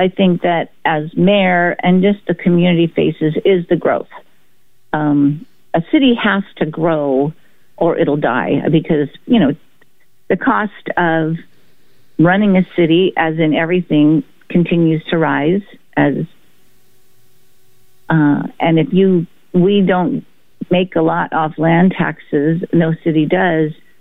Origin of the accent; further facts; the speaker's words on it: Santa Rosa, California, United States; now in Rogue Valley, United States; I grew up in Santa Rosa, California, but spending every summer here in Oregon because my grandmother lived at the Evans Valley.